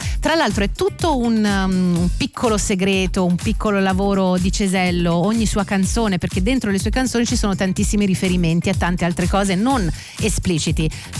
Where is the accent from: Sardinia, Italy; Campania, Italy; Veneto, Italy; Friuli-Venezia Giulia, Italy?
Campania, Italy; Naples; Quindi evidentemente, essendo un napoletano doc, questo è un omaggio.